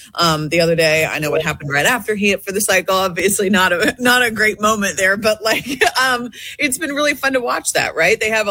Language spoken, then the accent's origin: English; Midwest, United States; I'm probably a little biased just because I grew up in the Midwest.